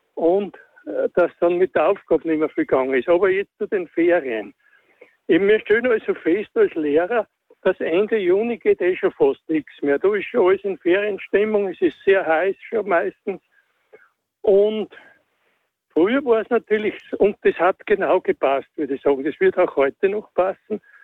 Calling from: Upper Austria, Austria; ich rufe aus Oberösterreich an. Ich habe 1972 maturiert.

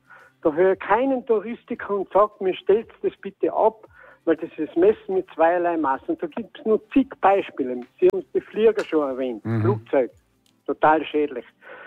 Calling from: Hall in Tirol, Tyrol, Austria; Ich bin aus Tirol, aus Hall.

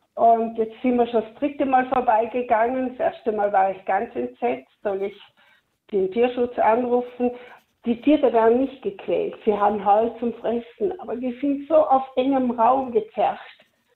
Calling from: Vorarlberg, Austria; Ich komme aus dem Montafon, wohne in Bludenz, also ich kenne Dornbirn schlecht.

